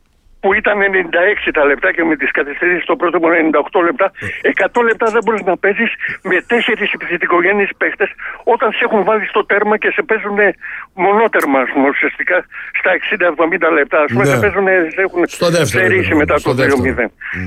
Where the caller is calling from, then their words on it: Attica, Greece; από τα Βόρεια Προάστια, τι κάνετε?